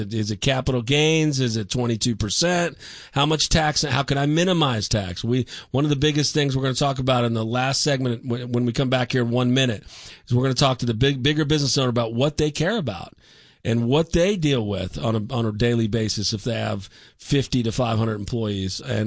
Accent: Dallas, Texas, United States; I'm originally from Lake Highlands.

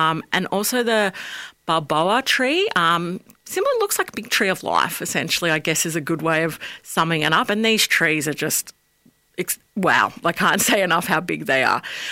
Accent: Australia; Obviously, being Australian, it's hard to bring some of them back, but we definitely partook in a lot of their cultures.

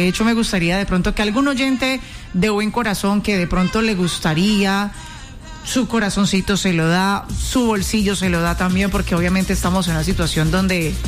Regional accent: Cali, Valle del Cauca, Colombia; a mí me duele mi Cali, soy de aquí de Cali.

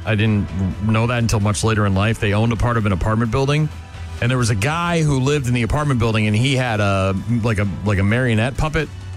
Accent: Nashua, New Hampshire, United States; We lived, we moved into a house on Syracuse Road in Nashua, New Hampshire, my hometown. And I grew up there.

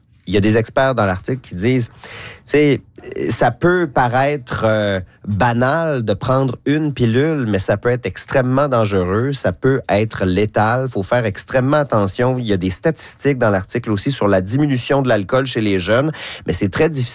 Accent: Quebec, Canada; chez nous, au Québec, au Canada.

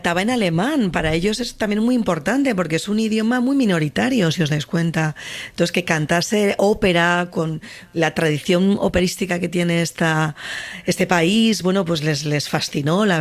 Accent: Spain; cuando he dicho que era española, ¿eh? Nunca, nunca jamás me han puesto mala cara. Enseguida te preguntan que de dónde eres, que si tu ciudad tiene mar.

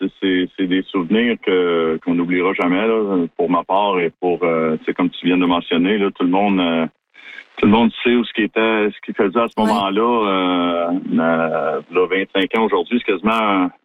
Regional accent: Sainte-Anne-de-la-Pérade, Quebec, Canada; je viens de Saint-Anne-de-la-Pérade, un petit village. On est 1500 personnes dans le village

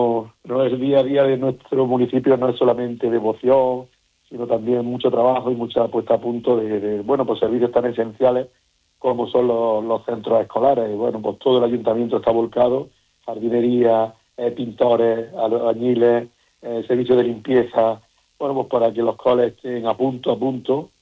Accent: Berja, Andalusia, Spain

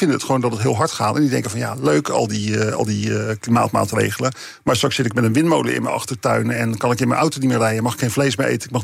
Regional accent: Rotterdam, South Holland, Netherlands; Als Rotterdammer denkt dan altijd van ja, dan komt Amsterdam onder water te staan

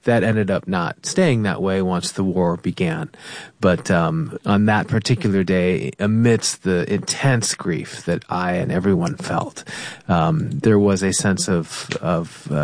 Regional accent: United States; to the United States and to me as an American living abroad.

